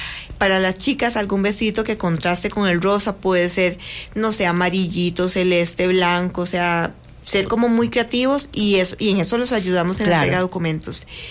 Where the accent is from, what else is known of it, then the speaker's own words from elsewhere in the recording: Costa Rica; los ticos somos muy impuntuales